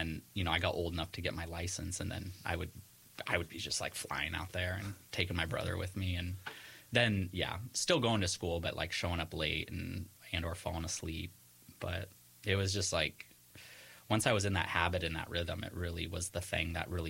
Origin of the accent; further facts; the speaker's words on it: San Diego, California, United States; especially because I'm originally from San Diego.